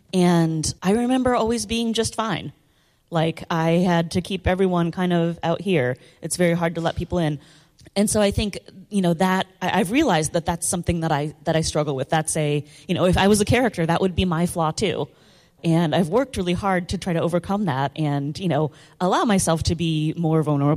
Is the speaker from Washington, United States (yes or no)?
yes; Tacoma, Washington, United States; Yeah, so I grew up in Tacoma, Washington, and we have the Point Defiance Aquarium and Zoo in Tacoma. It's kind of like the gem of Tacoma, and I spent a lot of time there as a kid.